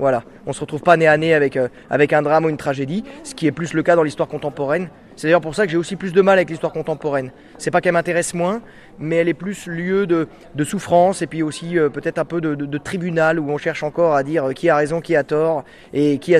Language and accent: French; Sablé-sur-Sarthe, Pays de la Loire, France; moved away; also born or lived in Alençon; Mais moi, je me sens pas normand. Alençon, j'y suis resté 6 mois. Moi, j'ai grandi à Sablé-sur-Sarthe.